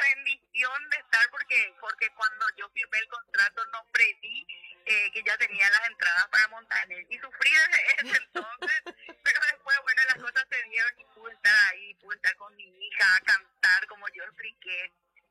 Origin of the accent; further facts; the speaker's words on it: Paraguay; vamos a disfrutar de esto que nos une como paraguayos